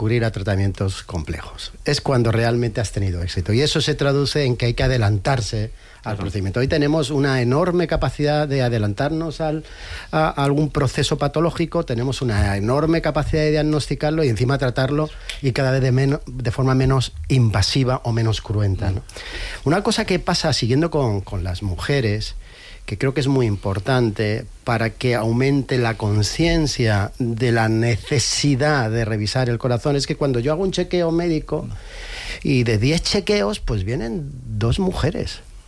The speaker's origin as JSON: {"language": "Spanish", "town": "Jaén", "region": "Andalusia", "country": "Spain", "said": "En mi tierra, en Jaén"}